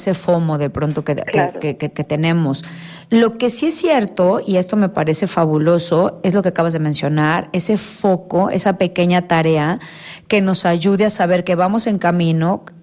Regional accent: Mexico; now in Spain; no echo de menos México cuando estoy en España y no echo de menos España cuando estoy en México. Yo cuando estoy en México vivo en México y cuando estoy en España vivo en España

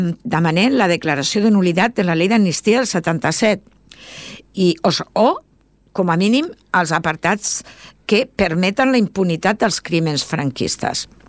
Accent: Extremadura, Spain; parlo per Extremadura, que és la que més coneixo perquè sóc extremenya i estic en una associació a Extremadura, no?

